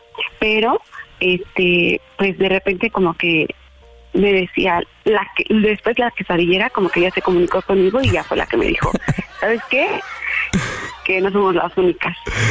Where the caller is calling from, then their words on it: Mexico City, Mexico; 34, de Ciudad de México.